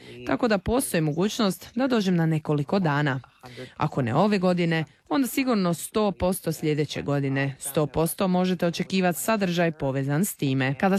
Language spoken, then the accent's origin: Croatian; Toronto, Ontario, Canada; u mom rodnom gradu Torontu, sa CN Towerom u pozadini, okružena našom nevjerojatnom hrvatskom zajednicom i svim Hrvatima s kojima sam odrasla